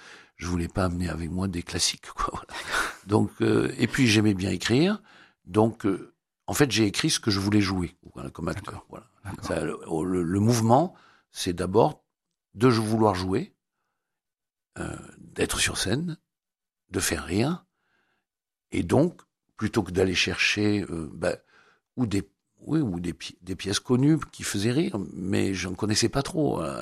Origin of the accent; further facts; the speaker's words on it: Marseille, Provence-Alpes-Côte d'Azur, France; Je suis né à Marseille